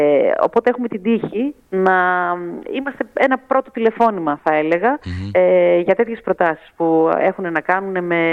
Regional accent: Trikala, Thessaly, Greece; moved away as an adult; also born or lived in Athens; Γύρισα στα Τρίκαλα και πάλι νιώθω ότι μου λείπει το πράσινο.

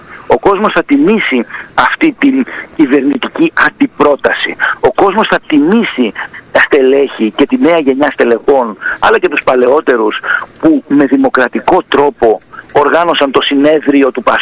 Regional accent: Greece; ως Έλληνας Ευρωβουλευτής να εκπροσωπήσω την πατρίδα μου και τα Επτάνησα και την Κεφαλονιά και τη Ζάκυνθο και όλη την Ελλάδα

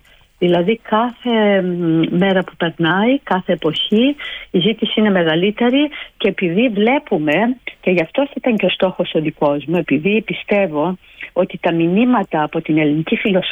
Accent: Greece; εδώ στο εξωτερικό και έτσι και για μένα σαν Ελληνίδα

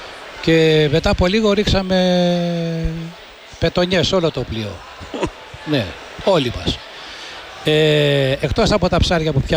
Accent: Syneti, South Aegean, Greece; Και εγώ μία από τα ίδια, από το ίδιο χωριό είμαστε. Στο Συνετή μεγάλωσα. Και εγώ βλέπω θάλασσα. Η θάλασσα είναι κοντά μας. Πολύ κοντά μας.

